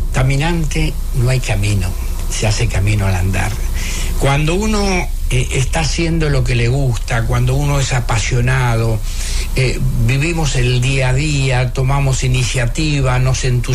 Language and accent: Spanish; Patagonia, Argentina; also born or lived in Buenos Aires / Posadas, Misiones; now in Dominican Republic; Soy orgullosamente patagónico. La Patagonia queda lejos de todo.